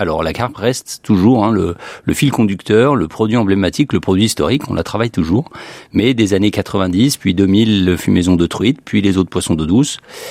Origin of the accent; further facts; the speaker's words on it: Auvergne-Rhône-Alpes, France; Donc on est de la Dombe, on aime le poisson, on a été bercé avec